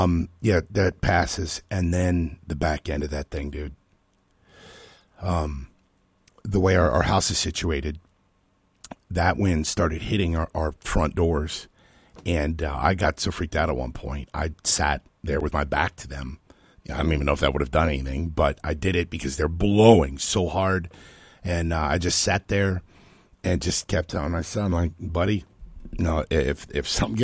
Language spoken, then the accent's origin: English; Florida, United States; I'm from Florida.